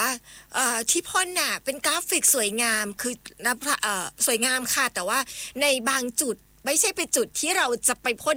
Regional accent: Chiang Mai, Thailand; เราเป็นคนเชียงใหม่เอง

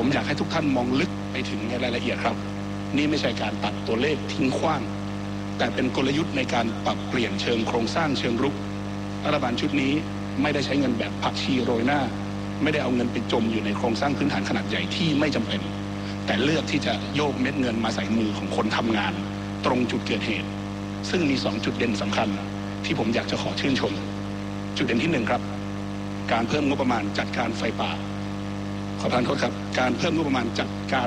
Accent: Northern Thailand, Thailand; ผมเองในฐานะคนเหนือส.ส.ภาคเหนือ

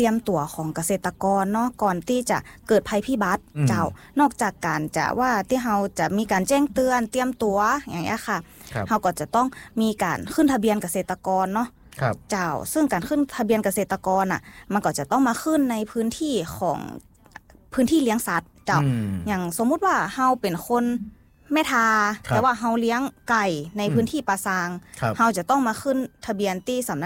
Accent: Ban Hong, Lamphun, Thailand; เป็นคนบ้านโฮงเจ้

